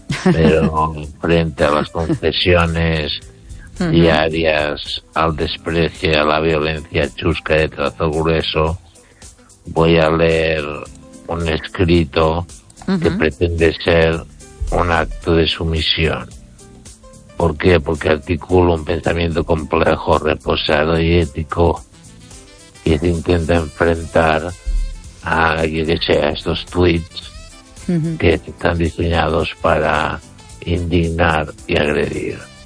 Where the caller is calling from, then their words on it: Ourense, Galicia, Spain; de Orense.